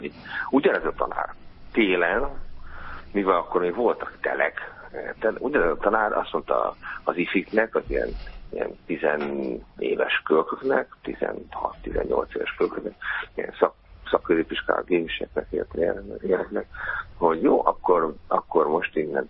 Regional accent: Dunavarsány, Pest, Hungary; én Dunavarsájban születtem

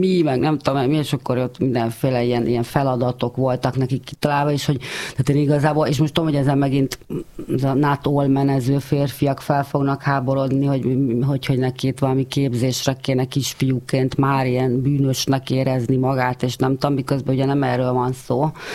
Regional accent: Budapest, Hungary; budapesti vagyok

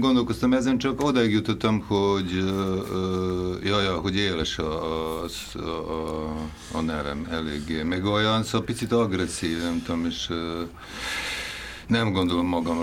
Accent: Novi Kneževac, Vojvodina, Serbia; born there; Novik Nezsevácon születtem, ami a magyar neve az Török Kanizsa, ami 3 kilométerrel van a Kanizsától, Tiszán túl

